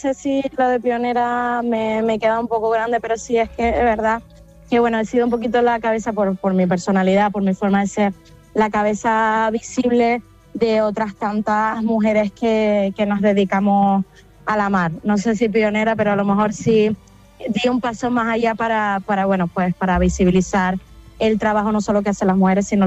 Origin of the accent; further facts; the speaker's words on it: Candelaria, Canary Islands, Spain; un proyecto que yo tenía muchísimas ganas de desarrollar en mi pueblo, Candelaria